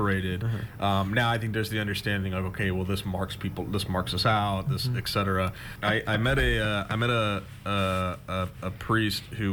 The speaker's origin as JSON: {"language": "English", "town": "Helotes", "region": "Texas", "country": "United States", "tie": "born or raised there", "said": "my time here in Texas growing up in Helotes and whatnot, how priests were"}